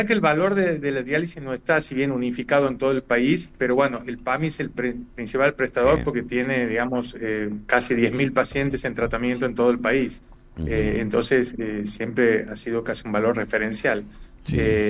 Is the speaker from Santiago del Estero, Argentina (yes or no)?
yes; Santiago del Estero, Argentina; bueno, ustedes son del interior, yo soy de Santiago del Estero